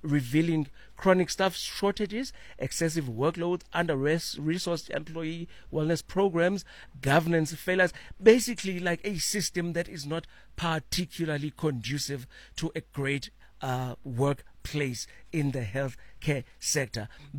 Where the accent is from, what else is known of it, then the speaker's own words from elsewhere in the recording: KwaZulu-Natal, South Africa; my hometown of KZN